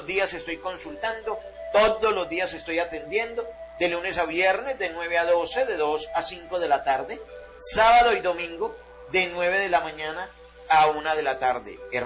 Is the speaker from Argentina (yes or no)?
no; La Tebaida, Quindío, Colombia; Profesor, yo soy de aquí, de Tebaida.